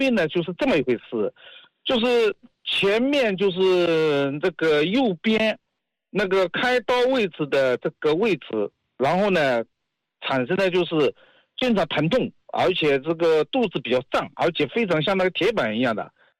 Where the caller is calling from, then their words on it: Huzhou, Zhejiang, China; 我是浙江湖州的。